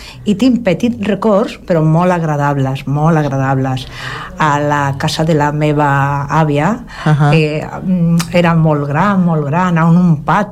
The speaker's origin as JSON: {"language": "Catalan", "town": "Lorca", "region": "Region of Murcia", "country": "Spain", "tie": "born or raised there", "said": "tinc records de quan les vacances de l'estiu sí. marxen al meu poble. Yeah. Lorca, Àguiles, Mazarrón, tota la part de Múrcia."}